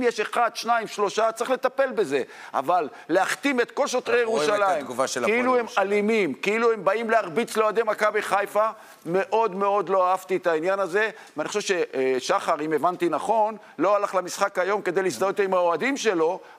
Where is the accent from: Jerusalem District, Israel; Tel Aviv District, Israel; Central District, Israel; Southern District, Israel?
Jerusalem District, Israel; Jerusalem; אני הרי ירושלמי במקור, כפי שאתה יודע.